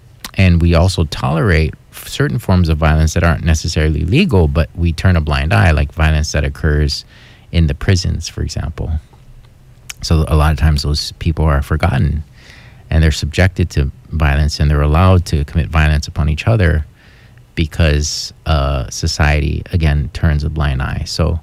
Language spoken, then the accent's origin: English; Hawaii, United States; And as a Hawaiian person, I'm not ashamed of that reality. It's something that my ancestors practiced.